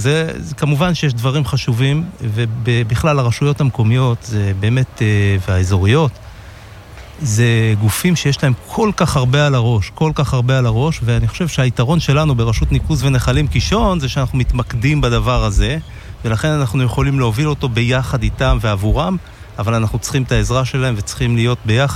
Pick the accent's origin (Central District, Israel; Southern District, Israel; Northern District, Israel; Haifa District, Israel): Northern District, Israel; Kibbutz Yiftah; now in Kfar Vradim, Israel; הילדות שלי בקיבוץ יפתח